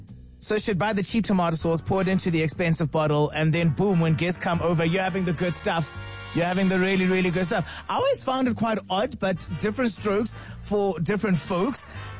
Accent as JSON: {"language": "English", "town": "Brackenhurst", "region": "Gauteng", "country": "South Africa", "tie": "born or raised there", "said": "And also, I grew up in Brackenhurst, Bracken Downs, so we had all those shopping stores over there. Spar, Pick and Pay, Checkers, Zonke, all of them."}